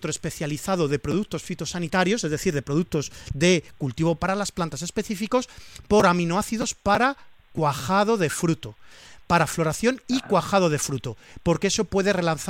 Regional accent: Valencian Community, Spain

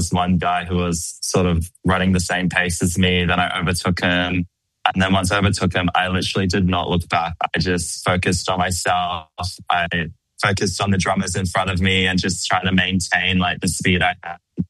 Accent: Cook Islands; moved away as an adult; now in Sydney, Australia; I'm from the Cook Islands. I grew up there and I left when I turned 18. I'm currently living in Australia. I'm a hairdresser, so I moved overseas to pursue more opportunities.

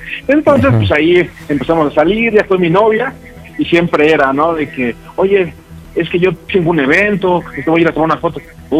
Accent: Azcapotzalco, Mexico City, Mexico

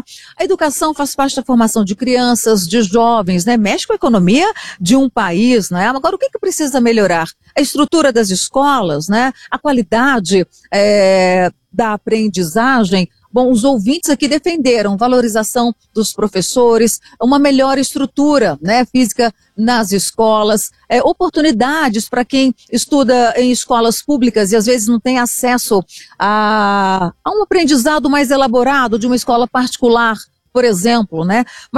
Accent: Belo Horizonte, Minas Gerais, Brazil; Eu nascida e criada aqui em Santa Efi

